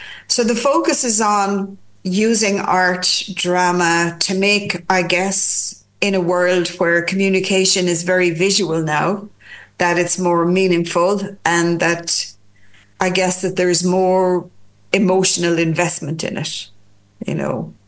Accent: Ireland; I'm Irish

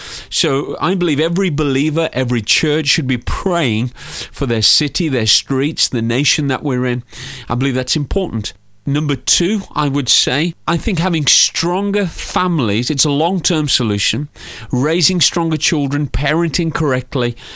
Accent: Wolverhampton, West Midlands, United Kingdom; I'm from Wolverhampton

